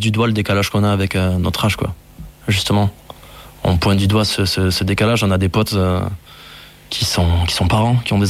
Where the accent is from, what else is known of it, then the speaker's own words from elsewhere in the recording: Occitanie, France; born there; moved away; Ce truc de grandir à la campagne, partir dans une ville et au final toujours se sentir happé et revenir en fait là où t'as grandi, quoi. Tu vois, l'Aveyron, moi je sais que je finirai ici, quoi.